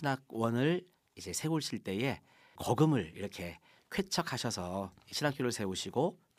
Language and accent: Korean; Jeju, South Korea; moved away as an adult; also born or lived in Cheongju; now in Pohang, South Korea; 고향이 제주도예요. 오. 19대 손으로서 정말 제주도 토박이였는데요. 하나님의 부르심 속에 우리 한신대학교를 입학하게 되면서 이렇게 육지로 올라온 그런 입장이 되겠습니다.